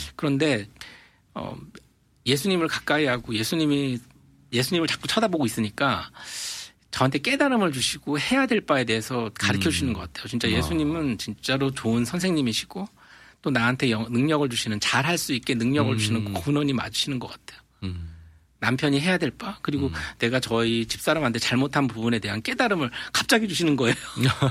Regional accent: South Korea; moved away as an adult; now in United States; 한국에서는 좀 되게 보호된 분위기에서 컸습니다.

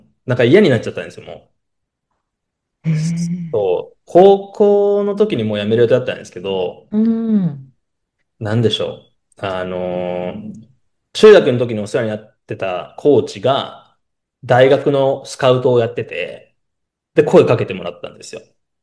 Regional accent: Hamamatsu, Shizuoka, Japan; moved away as an adult; also born or lived in Mie; now in United States; 僕、静岡県浜松市ってとこ出身なんですけど、

